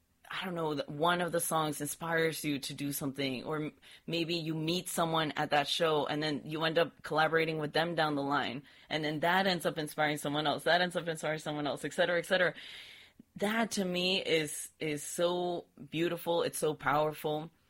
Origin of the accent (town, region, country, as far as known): Pennsylvania, United States; born there; also born or lived in Mexico City, Mexico